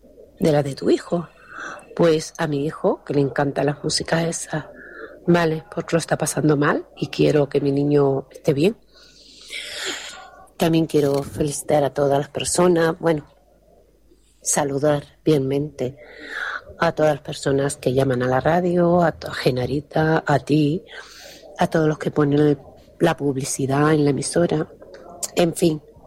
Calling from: Santa Lucía, Canary Islands, Spain; Hola, buenos días … de Santa Lucía.

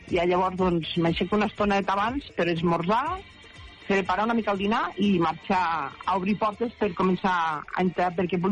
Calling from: Àger, Catalonia, Spain; Jo soc d'un poble de la Noguera que es diu Agi.

